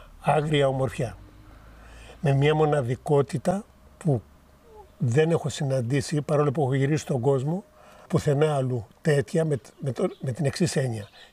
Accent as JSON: {"language": "Greek", "town": "Areopoli", "region": "Peloponnese", "country": "Greece", "tie": "born or raised there", "also_born_or_lived": "Athens", "moved": "as an adult", "said": "Ναι, έχω γεννηθεί εδώ. Έχω περάσει τα παιδικά μου χρόνια και τα σχολικά από το Δημοτικό Σχολείο στη Λάγια και το Γυμνάσιο στην Αρεόπολη και τα υπόλοιπα 10 χρόνια στην Πρωτεύουσα, ναυτικός 10 χρόνια, στα Βαπόρια, στα Ποντοπόρα και παλινώστης στη Μάνη στα 32"}